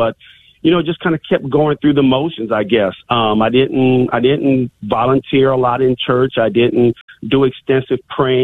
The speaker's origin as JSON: {"language": "English", "region": "Louisiana", "country": "United States", "tie": "born or raised there", "said": "many times when I was a kid, I would remember her growing up in Louisiana."}